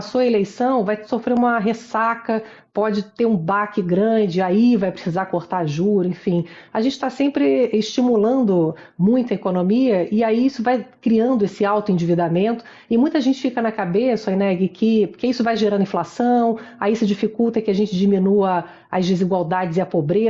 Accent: Brazil; a gente é brasileiro

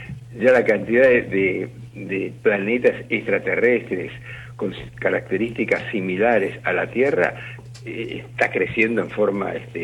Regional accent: Argentina

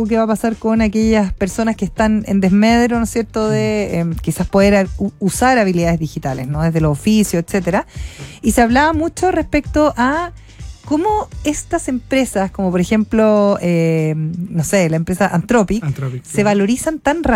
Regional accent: Chile; Que es lo que tenemos más cerca como chilenos, ¿no?

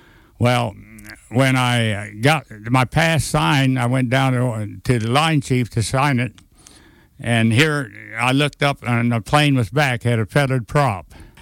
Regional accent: Dalhart, Texas, United States; because I come from Dalhart, Texas, right through the wheat country.

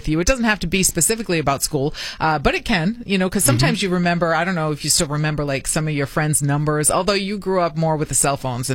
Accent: Foster, United States; I'm from Foster, and we had a lot of, you know, it's like, oh, here comes the snow. We were in the snow belt

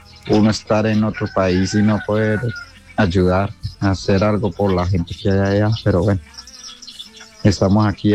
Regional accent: Pereira, Risaralda, Colombia; now in Montevideo, Uruguay; Montevideo, Uruguay. Para todos mis compatriotas allá en Colombia, en Cali, en Pereira, bueno, en la ciudad de donde soy, de Pereira, que nuestra ciudad quedó muy, muy destruida, bueno.

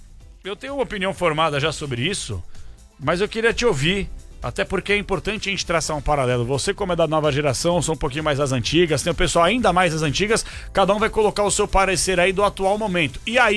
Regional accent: Brazil; eu como brasileiro sou um mero mortal.

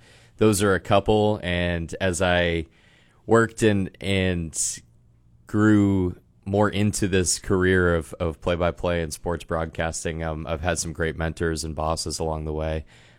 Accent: Sudbury, Massachusetts, United States; So I'm from just outside of Boston. I grew up in Sudbury, Massachusetts, with my younger sister, Mary, and my two parents, Claire and Paul.

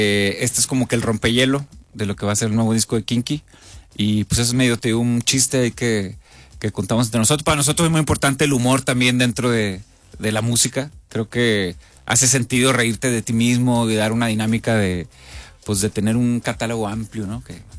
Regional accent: Monterrey, Nuevo León, Mexico; En el hospital Conchita, en Monterrey.

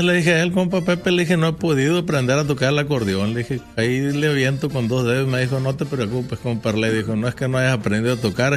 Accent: Culiacán, Sinaloa, Mexico; Culiacán, Sinaloa.

